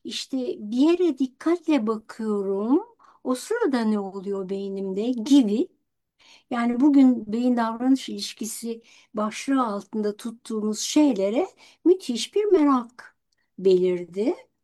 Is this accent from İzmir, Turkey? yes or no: no; Bursa, Turkey; also born or lived in Istanbul / Sivas / Zonguldak; Şimdi ben İstanbul Göztepe'de doğdum. Annem babam ikisi de doktor oldukları için Sivas, Zonguldak, Bursa'da büyüdüm ama yazları gene Göztepe.